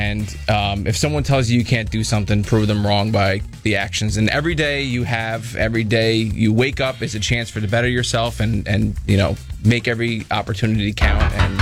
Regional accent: Long Island, New York, United States; moved away as an adult; now in Hyde Park, United States; So I grew up in Long Island, actually, in a cop family. My dad was a Suffolk County police officer.

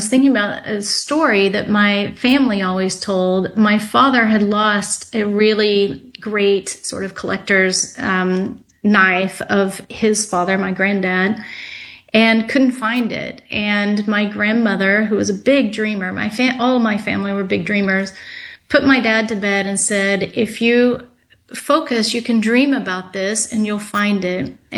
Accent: Texas, United States; I grew up in Texas and found it.

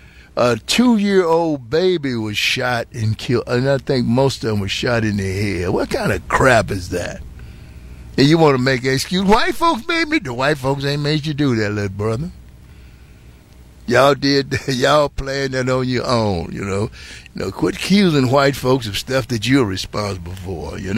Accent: Mississippi, United States; Like in my home state of Mississippi

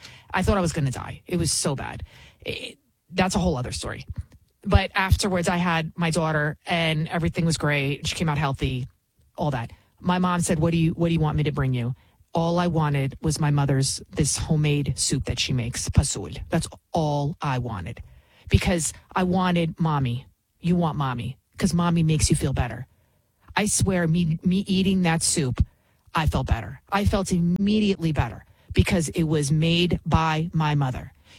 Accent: New York City, New York, United States; You can tell I'm from the Bronx, right?

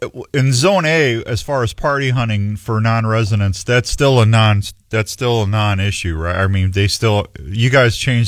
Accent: Missouri, United States; moved away as an adult; now in Iowa, United States; I grew up in Missouri, and I've been living in Iowa for 26 years now.

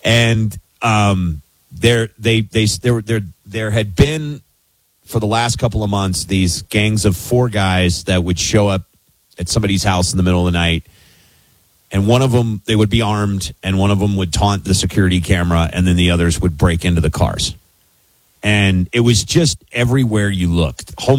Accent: Kentucky, United States; also born or lived in Arizona; I grew up in Arizona and Kentucky. Kentucky is my home state. Arizona is kind of my other home because of my parents' missionary work.

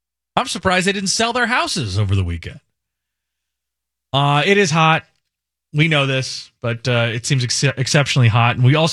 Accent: Indiana, United States; I grew up in Indiana, so I had a lot of inferiority complexes related to feeling like

